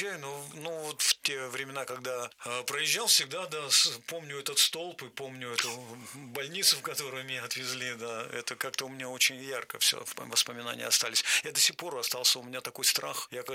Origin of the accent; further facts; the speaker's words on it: Russia; Нас вообще там встречали на ура, потому что мы были из России.